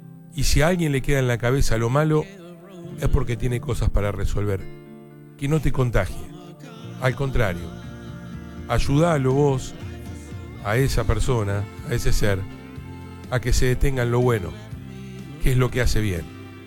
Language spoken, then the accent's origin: Spanish; Argentina